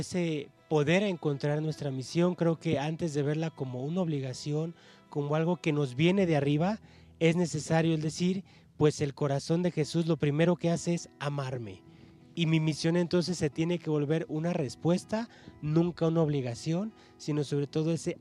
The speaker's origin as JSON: {"language": "Spanish", "town": "Sahuayo", "region": "Michoacán", "country": "Mexico", "tie": "born or raised there", "said": "yo soy de Zaguayo, Michoacán."}